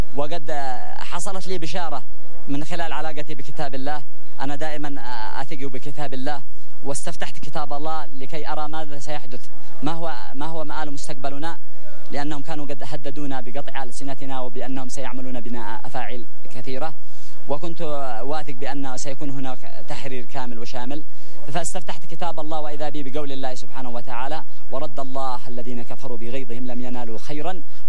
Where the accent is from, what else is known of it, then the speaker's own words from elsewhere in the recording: Yemen; أنا يمني حر